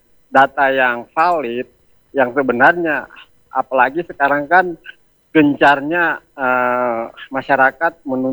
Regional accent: Airmadidi, North Sulawesi, Indonesia; Walaupun saya Kancingan, saya asli Air Madi, saya lahir di Air Madi.

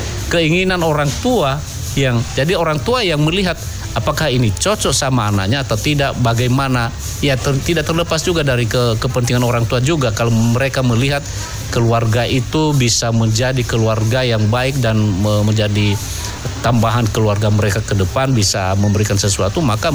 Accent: Nias, North Sumatra, Indonesia; born there; Dulu di kampung saya sendiri

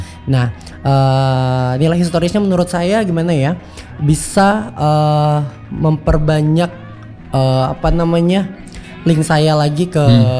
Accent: Central Sulawesi, Indonesia; Tapi ini memang dari daerah asal saya. Ya, dari daerah asal saya adalah asli anak suku Kaili Daa.

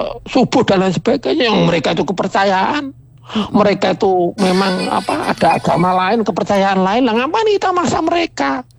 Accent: Indonesia; kesadaran kita sebagai orang bangsa Indonesia yang banyak beragam, mulai dari suku, agama dan lain sebagainya

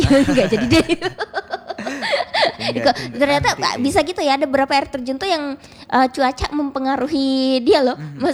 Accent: West Kutai, East Kalimantan, Indonesia; Karena aku kan asalnya dari Kutai Barat.

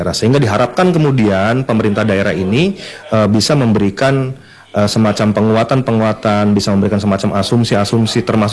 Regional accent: Java, Indonesia; born there; now in Pontianak, Indonesia; saya kebetulan kan lahir di Jawa nih Pak Budi.

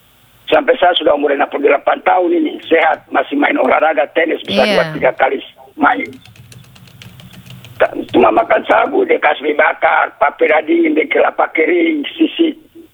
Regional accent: Papua, Indonesia; Pintar, kita itu pintar. Kita orang Papua ini pintar.

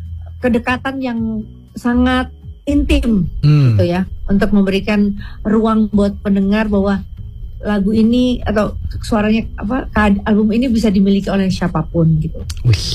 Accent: North Sulawesi, Indonesia

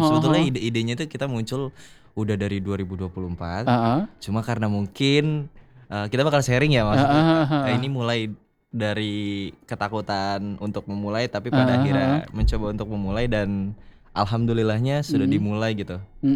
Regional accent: Banten, Indonesia; now in South Jakarta, Indonesia; Jaksel baru 3 tahun.

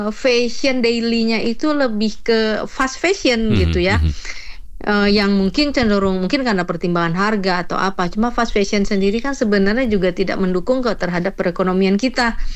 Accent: Indonesia

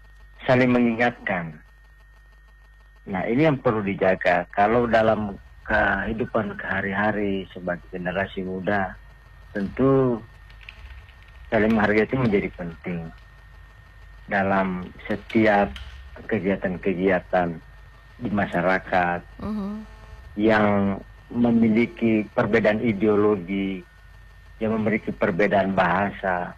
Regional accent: Gorontalo, Indonesia; Sebagai warga Gorontalo, masyarakat di Limboto khususnya Kabupaten Gorontalo itu berdampingan dengan damai.

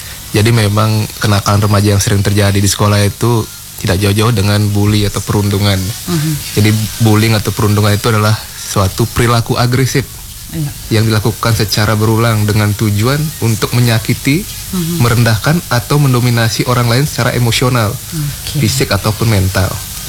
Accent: Bali, Indonesia; moved away as an adult; now in Ende, Indonesia; Saya asli Bali.

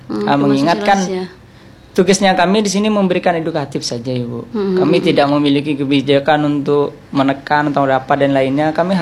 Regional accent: East Java, Indonesia; sebagai mahasiswa khususnya di Kabupaten Sampang, ini kami kan putra daerah

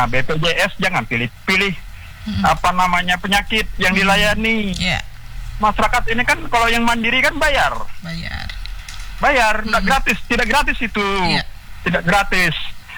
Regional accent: Kutai Barat, East Kalimantan, Indonesia; Kami dari Kutai Barat ini, Bu Deni, banyak yang berobat ke Penang.

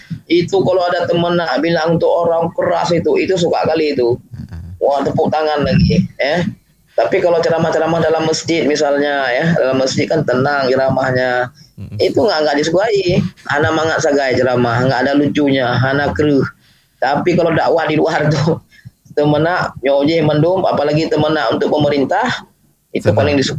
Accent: Aceh, Indonesia; Sebagai orang Aceh kita malu.

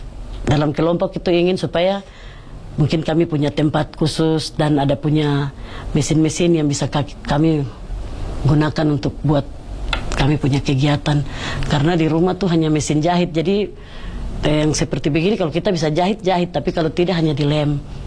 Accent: Papua, Indonesia; tolong jaga ini hasil budaya kami orang Papua.

